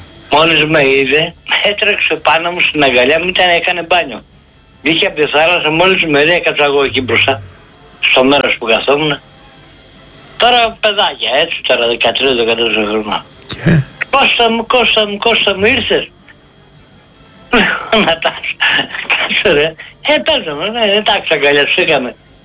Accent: Karditsa, Thessaly, Greece; έφυγα πήγα στην Καρδίτσα, στο χωριό μου, στην Λίμνη Πλαστήρα.

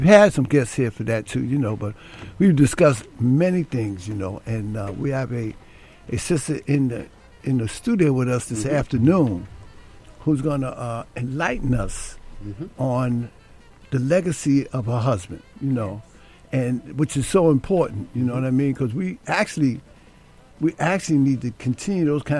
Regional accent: Trinidad & Tobago; moved away; Well, I'm from Trinidad.

